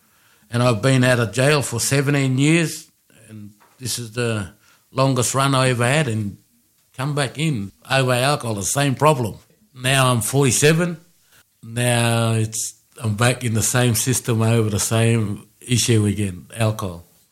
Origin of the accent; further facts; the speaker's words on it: Brewarrina, New South Wales, Australia; I'm from Brewarrina. My tribe is Murawari.